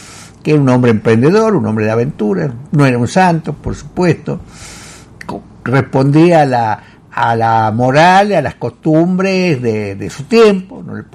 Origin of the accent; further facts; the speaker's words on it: Sunchales, Santa Fe, Argentina; moved away; also born or lived in Maciá; mi infancia de bebé, digamos, mi bebolandia, mi infancia y mi adolescencia fueron en Sunchal